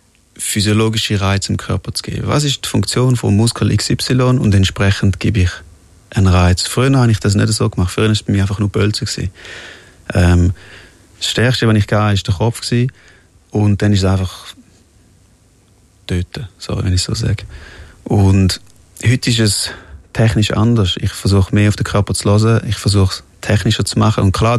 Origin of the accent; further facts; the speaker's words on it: Switzerland; Aber ich bin Schweizer, ich bin mega stolz und für mich ist es mega schön gewesen, da aufzuwachsen, und ich will auch da bleiben.